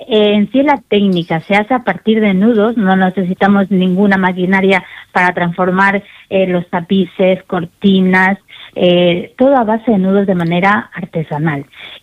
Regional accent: Ecuador; moved away as an adult; now in Murcia, Spain; yo soy de Ecuador, yo nací allí y cuando era pequeña, pues mi madre esa técnica la hacía mucho. Entonces yo tenía un poco de conocimiento y luego cuando vine aquí a España, hace 20 años

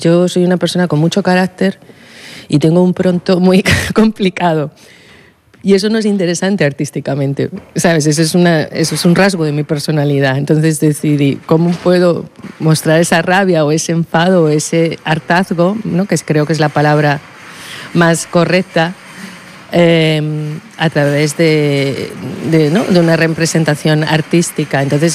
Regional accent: Madrid, Community of Madrid, Spain; Sí, sí, yo soy madrileña y voy mucho al Rastro.

